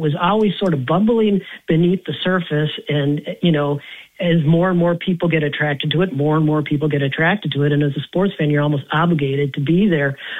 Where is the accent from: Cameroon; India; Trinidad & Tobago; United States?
United States; as an American